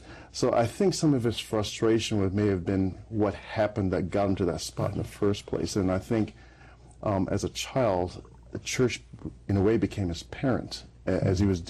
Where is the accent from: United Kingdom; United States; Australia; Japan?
United Kingdom; England; born there; Well, the very beginning, I was born in England. My parents were West Indian